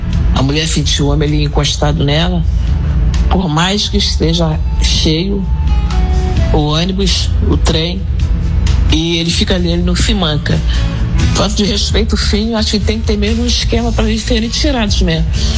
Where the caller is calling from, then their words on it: Rio de Janeiro, Brazil; sou de Santa Cruz.